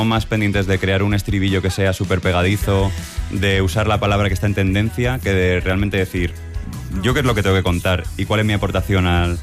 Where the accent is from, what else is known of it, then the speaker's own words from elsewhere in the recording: Alicante, Valencian Community, Spain; aunque yo soy alicantino y amo mi ciudad, pero lo de Murcia no tiene ningún sentido.